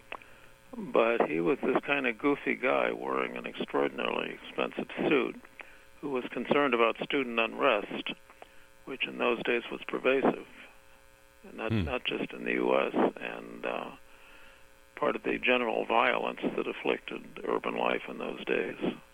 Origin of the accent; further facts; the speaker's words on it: United States; also born or lived in England; None of that seemed to affect the relationship with me, the visiting American.